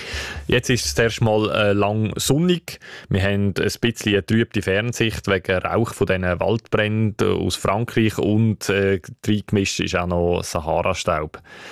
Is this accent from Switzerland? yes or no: yes; Graubünden, Switzerland; Ich bin dort aufgewachsen im Engadin und das ist so etwas, was ich als Kind noch gerne gelost haben.